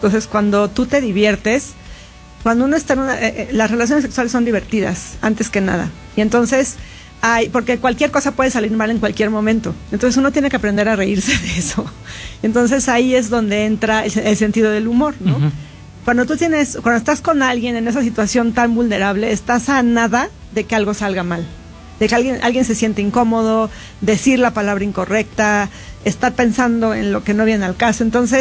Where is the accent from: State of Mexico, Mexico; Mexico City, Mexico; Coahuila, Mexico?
Mexico City, Mexico; De la Ciudad de México.